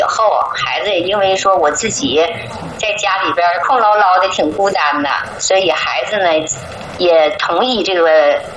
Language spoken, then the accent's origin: Chinese; Dalian, Liaoning, China; born there; now in Beijing, China; 但是我的出生地是在大连。